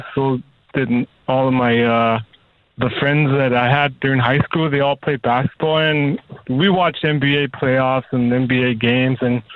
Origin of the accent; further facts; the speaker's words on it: Northwest Territories, Canada; I grew up here in the Northwest Territory, so during my childhood, my parents, they would take us kids out on the land and camp out there.